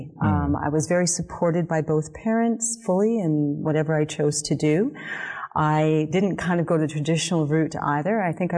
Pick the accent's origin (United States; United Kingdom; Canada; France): Canada; Calgary, Alberta; Well, I grew up in Canada, in Calgary, Alberta, so out in the west.